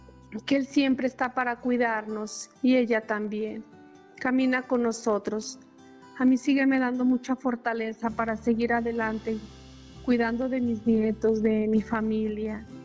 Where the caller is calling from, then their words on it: Zacatecas, Mexico; De Zacatecas.